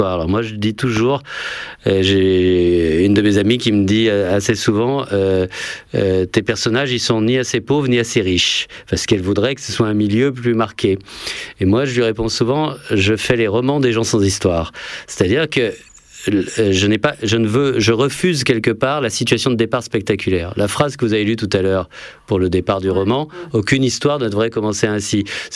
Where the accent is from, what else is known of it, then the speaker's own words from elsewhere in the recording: France; J'ai été élevé dans la France pavillonnaire et périurbaine.